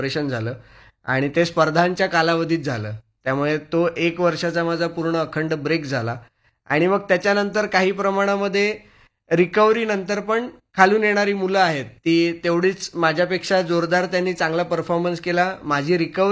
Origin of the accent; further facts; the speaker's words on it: Mumbai, Maharashtra, India; मी बोरिवलीमध्ये सुविद्या प्रसारक संघाच्या सुविद्यालय या शाळेमध्ये लहानाचा मोठा झालो